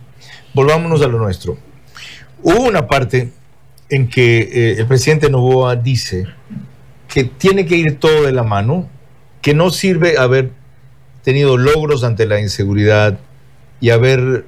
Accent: Bahía de Caráquez, Manabí, Ecuador; en Bahía de Caracas, mi tierra

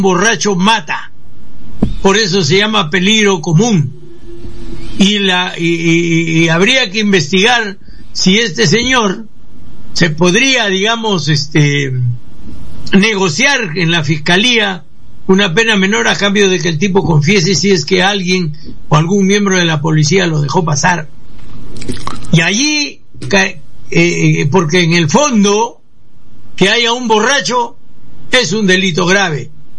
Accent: Peru

